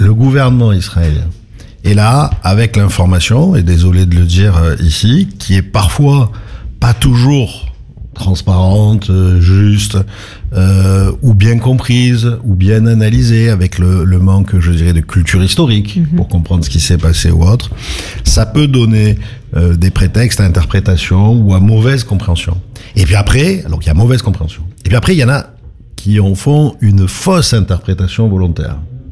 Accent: Marseille, Provence-Alpes-Côte d'Azur, France; en tant que Marseillais

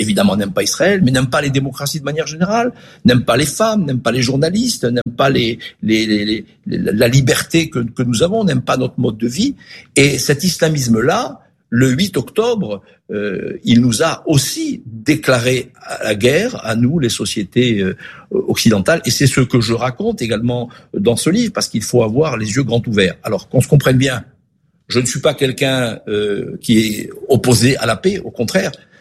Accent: France; pas simplement en tant que juif, mais en tant que français, tout simplement.

